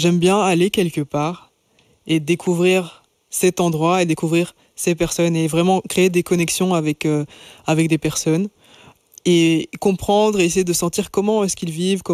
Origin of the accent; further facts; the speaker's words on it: Liège, Wallonia, Belgium; now in Brussels, Belgium; de base, je suis liégeoise